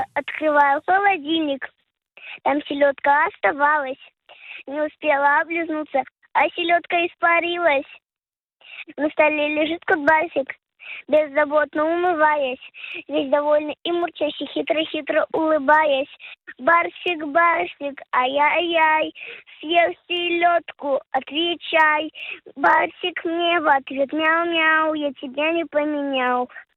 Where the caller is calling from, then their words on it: Saint Petersburg, Russia; Из Питера.